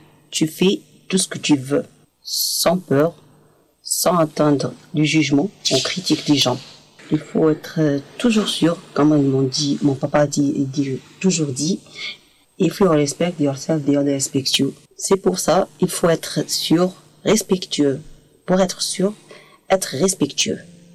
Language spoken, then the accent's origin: French; Algeria; moved away as an adult; now in Béziers, France; Je suis algérienne, maman de deux enfants. Ça fait 3 ans que je suis en France. Et à Béziers spécialement. Et j'habite à la CIMAD de Béziers.